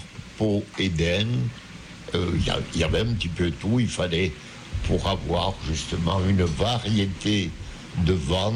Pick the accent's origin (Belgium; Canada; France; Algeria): France; Occitanie; born there; comme j'avais déjà travaillé à Superbannière, où j'avais un droit de priorité vu que le terrain appartient à la commune où je suis né